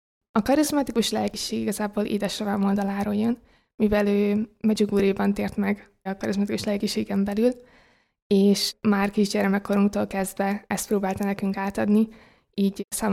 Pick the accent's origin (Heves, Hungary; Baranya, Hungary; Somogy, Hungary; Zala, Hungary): Somogy, Hungary; Kaposvár; born there; moved away as an adult; now in Budapest, Hungary; Kaposvaron erre annyira nem volt lehetőség, mivel ott születtem, és amikor felköltöztem Budapestre egyetemre